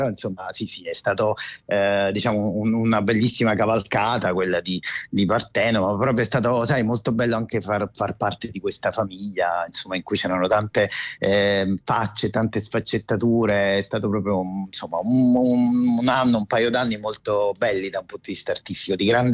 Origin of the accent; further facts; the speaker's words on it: Caserta, Campania, Italy; now in Rome, Italy; io sono di Caserta, anche se, insomma, vivo a Roma da tanto tempo, ho vissuto fuori anche dall'Italia